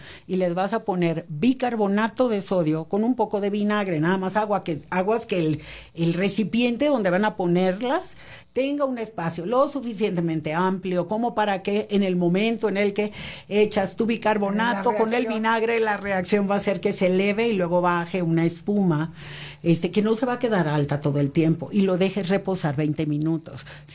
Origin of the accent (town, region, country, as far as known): Tabasco, Mexico; born or raised there